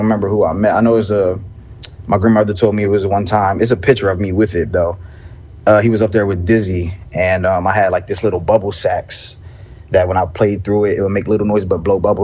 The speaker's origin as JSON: {"language": "English", "town": "Camden", "region": "New Jersey", "country": "United States", "said": "I'm from Camden, New Jersey, yes."}